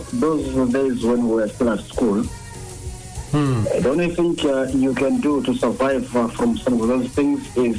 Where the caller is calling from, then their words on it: Adjumani, Northern Region, Uganda; from Ajumani.